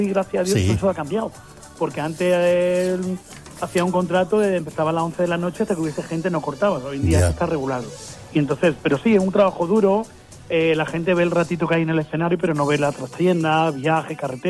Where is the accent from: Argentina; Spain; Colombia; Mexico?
Spain; Málaga, Andalusia; yo de pequeñito, Jaime, empecé con 6 años tocando el piano allí en Málaga, yo soy malagueño.